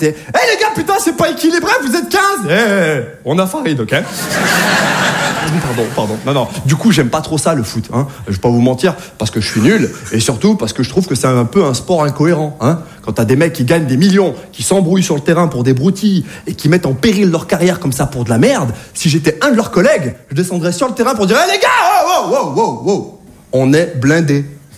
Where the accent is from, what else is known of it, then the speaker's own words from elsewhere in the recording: Saint-Étienne, Auvergne-Rhône-Alpes, France; Je parle des provinciaux parce que moi-même je suis de province, je viens de Saint-Étienne.